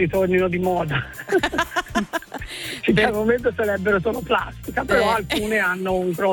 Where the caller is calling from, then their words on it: Piombino, Tuscany, Italy; Vengo da Piombino.